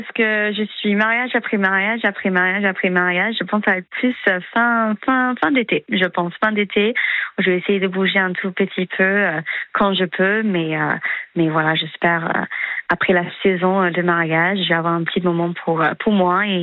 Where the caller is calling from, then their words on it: Périgueux, Nouvelle-Aquitaine, France; first language English; French is a second language; Et moi, je suis à centre-ville de Périgueux.